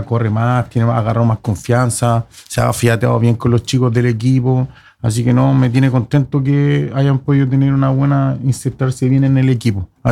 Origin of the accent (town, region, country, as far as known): Concón, Valparaíso, Chile; born or raised there